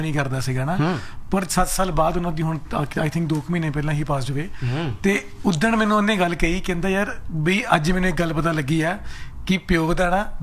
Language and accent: Punjabi; Phagwara, Punjab, India; ਮੈਂ ਫਗਵਾੜੇ ਦਾ ਰਹਿਣਾ ਲਵਾਂ